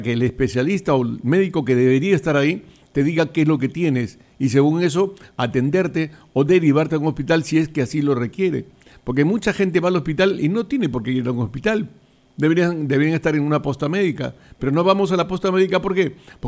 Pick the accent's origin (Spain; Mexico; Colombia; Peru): Peru